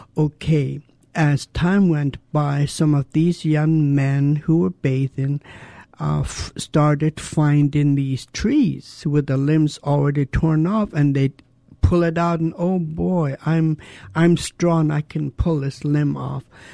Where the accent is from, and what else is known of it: Douglas, Alaska, United States; born or raised there